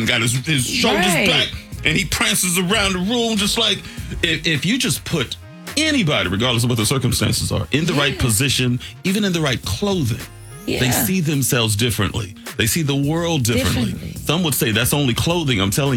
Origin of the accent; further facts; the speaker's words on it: Bakersfield, California, United States; moved away; back in my hometown of Bakersfield